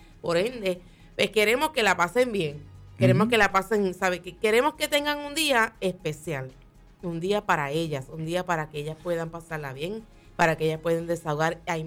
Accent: Fajardo, Puerto Rico; De verdad es bonito cuando tú visitas otros pueblos y le dices, yo soy de Fajardo. O sea, Fajardo viene siendo la esquina, ¿sabes? La esquina aquí, ¿sabes?

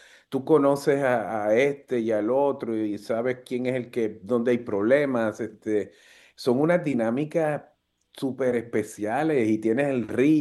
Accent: Adjuntas, Puerto Rico; por esa crianza, por esa juventud, por ese desarrollo allá en mi pueblo de Adjuntas.

